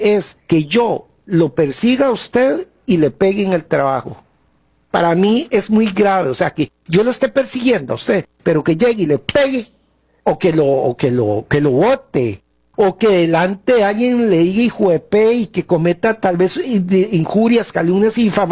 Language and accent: Spanish; Costa Rica